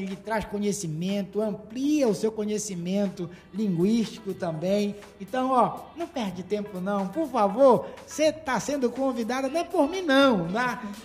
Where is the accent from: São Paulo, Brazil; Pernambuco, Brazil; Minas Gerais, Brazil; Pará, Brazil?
Pará, Brazil; now in Roraima, Brazil; Eu não sou roraimense, sou paraense, estou aqui há 16 anos, no estado